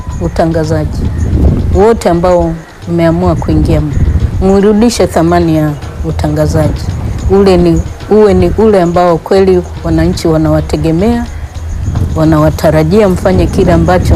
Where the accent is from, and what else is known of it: Tanzania